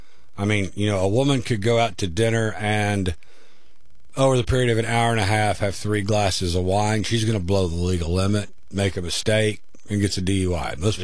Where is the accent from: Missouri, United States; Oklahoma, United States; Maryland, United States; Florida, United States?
Oklahoma, United States; Norman; growing up in Norman, I think they had like 5 cabs.